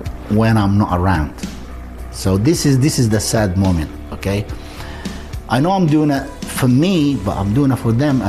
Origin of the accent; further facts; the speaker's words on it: Libya; moved away; also born or lived in United Kingdom / Qatar; I won the African Championship because I'm originally from Libya, and then I moved to UK in England, I won the European Championship, and then I moved to Qatar